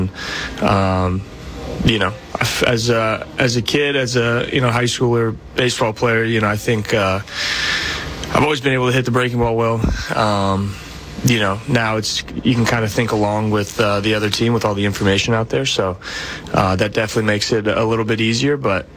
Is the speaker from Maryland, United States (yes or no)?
no; San Diego, California, United States; I had a great childhood here.